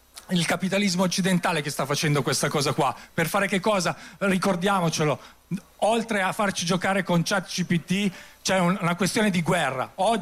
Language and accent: Italian; Abbiategrasso, Lombardy, Italy; Io vengo da Abbiategrasso, a sud-ovest di Milano